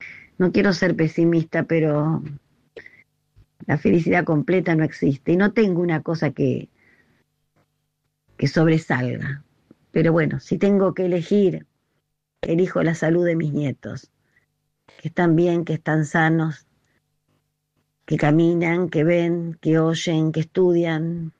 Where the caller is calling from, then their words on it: Buenos Aires, Argentina; de Colegiales.